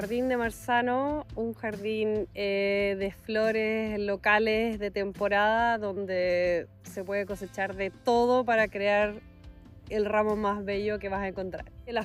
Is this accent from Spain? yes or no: no; Chile; moved away as an adult; now in Berlin, Germany; vengo de Chile, estoy en Berlín desde el 2019